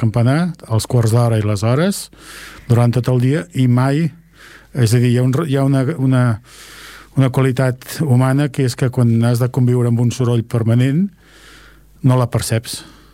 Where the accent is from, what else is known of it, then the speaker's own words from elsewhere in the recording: Esplugues de Llobregat, Catalonia, Spain; el meu poble. Sí. El poble que t'estimes, que és Esplugues.